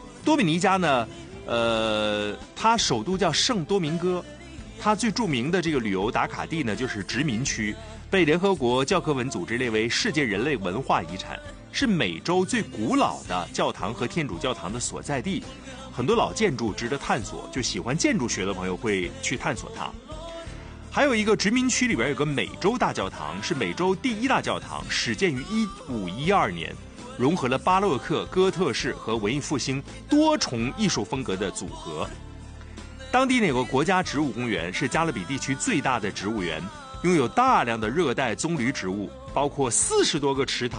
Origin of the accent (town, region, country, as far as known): Dalian, Liaoning, China